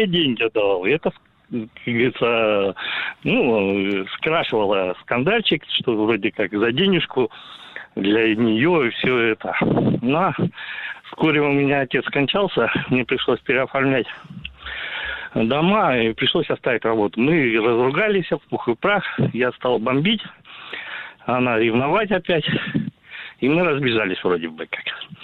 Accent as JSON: {"language": "Russian", "town": "Novosibirsk", "region": "Novosibirsk Oblast", "country": "Russia", "said": "Я из Новосибирска."}